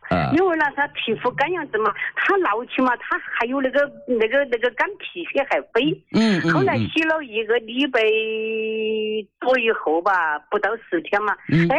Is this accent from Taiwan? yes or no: no; Daqing, Heilongjiang, China; 我是大庆的，